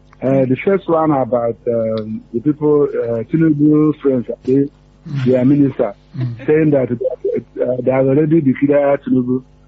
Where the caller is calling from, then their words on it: Elebu, Nigeria; I'm calling from Elebu.